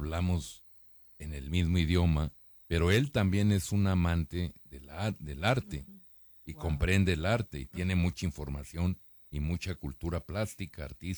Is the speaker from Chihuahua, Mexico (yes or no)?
yes; Chihuahua, Mexico; que yo también era chihuahuense